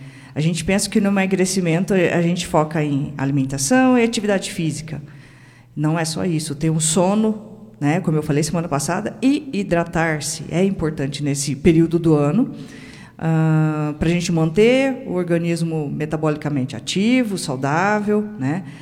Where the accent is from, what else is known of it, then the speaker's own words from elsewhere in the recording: Brazil; sou brasileira